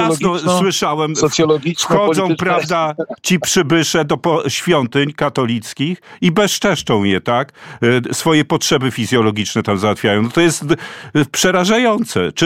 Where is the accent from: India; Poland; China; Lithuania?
Poland; Pomeranian Voivodeship; u nas na Kaszubach